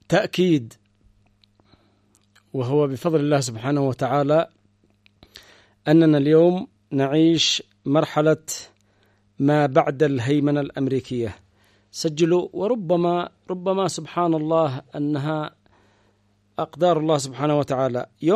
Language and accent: Arabic; Yemen; عندنا هنا في اليمن